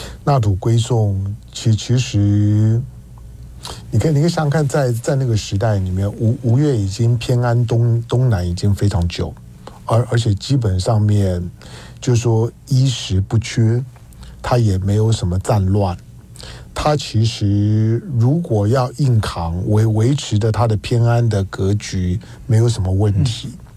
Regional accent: Taiwan; 我们是土生土长在台湾的这一代，不管我们的中国情怀、中华情怀有多么的浓烈

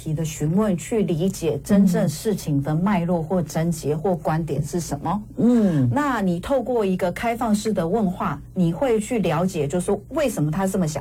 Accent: Taiwan; now in Arizona, United States; 因为我是台湾人嘛

